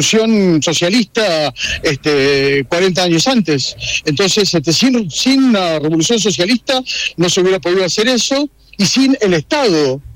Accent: Argentina; los argentinos no conozcamos las cosas que pasan en China

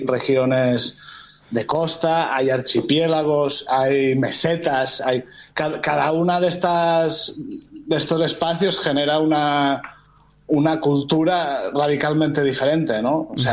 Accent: Balearic Islands, Spain; como mallorquín, aquí tenemos nuestra propia lengua, que es el catalán, tenemos nuestras costumbres

